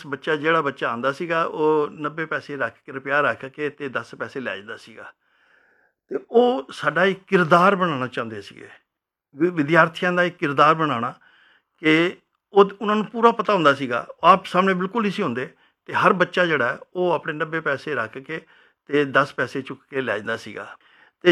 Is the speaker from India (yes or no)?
yes; Delhi, India; also born or lived in Kanpur district, Uttar Pradesh; 5 ਕੁ ਸਾਲ ਦਾ ਸੀ ਮੈਂ ਜਦੋਂ ਅਸੀਂ ਦਿੱਲੀ ਦੇ ਵਿੱਚ ਆ ਗਏ। ਦਿੱਲੀ ਦੀ ਪੱਛਮੀ ਦਿੱਲੀ ਦੇ ਵਿੱਚ ਅਸੀਂ ਰਹਿਣ ਬਸੇਰਾ ਕੀਤਾ, ਔਰ ਉੱਥੇ ਨੇੜੇ ਹੀ ਇੱਕ ਸਕੂਲ ਸੀਗਾ, ਸੁੱਖ ਖਾਲਸਾ ਸੀਨੀਅਰ ਸੈਕੰਡਰੀ ਸਕੂਲ, ਘਰ ਦੇ ਨੇੜੇ ਸੀਗਾ।